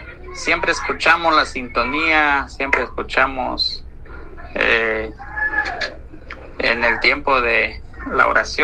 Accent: Chiapas, Mexico; accent: Tzeltal; Ya si quieres que yo les traduzco en Tzeltal también, porque mi dialecto es Tzeltal.

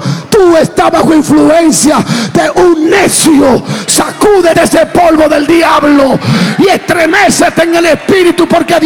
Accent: Dominican Republic; Yo soy dominicano.

